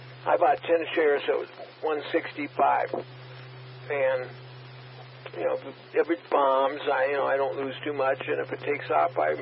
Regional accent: Norman, Minnesota, United States; moved away as an adult; growing up in Norman, Minnesota, and graduating from the class of 71 in high school, I didn't even know what soccer was until I moved out here in 1980

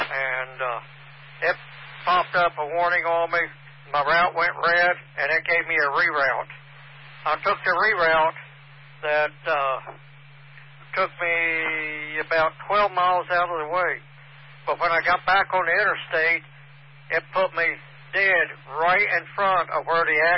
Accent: Mexico, Missouri, United States; I'm from Mexico.

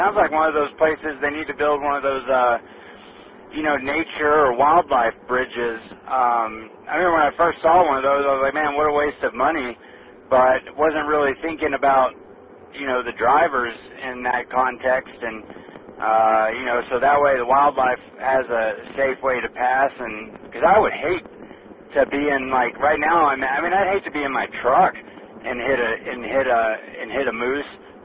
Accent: Tennessee, United States; moved away; we don't have moose where I grew up in Tennessee

